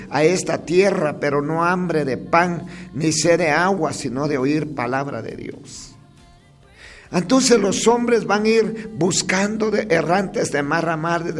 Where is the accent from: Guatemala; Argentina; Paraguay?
Guatemala